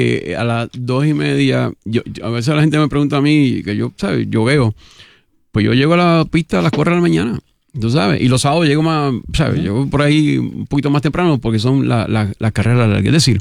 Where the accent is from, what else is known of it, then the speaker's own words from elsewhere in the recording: Puerto Rico; como puertorriqueños nos hace falta disfrutar la vida